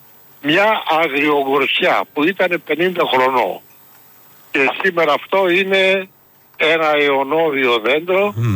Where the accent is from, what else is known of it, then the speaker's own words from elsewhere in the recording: Thessaloniki, Central Macedonia, Greece; now in Michaniona, Greece; Είμαι θεσσαλονικιός, παιδί του Βαρδαρίου. Βρέθηκα όμως στη Μηχανιώνα λόγω συστήου.